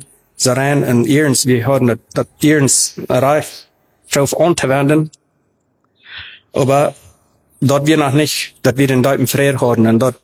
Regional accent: Paraguay; German is a second language; also born or lived in Mexico; Ich bin in Mexiko geboren und in diesem 1973, meine Eltern traten in Paraguay, als ich ein Jahr wie, mit etwa ein Jahr. Da sind ich dann die meiste Zeit abgewachsen.

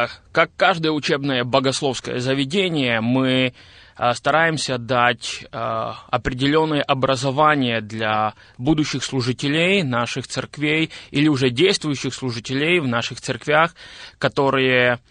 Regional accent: Zakarpattia Oblast, Ukraine; born or raised there; moved away as an adult; now in Boryslav, Ukraine

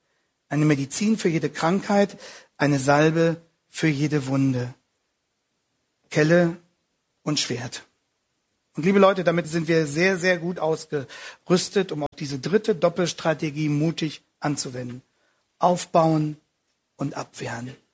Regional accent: Germany; Wir als Deutsche freuen uns vielleicht weniger drüber

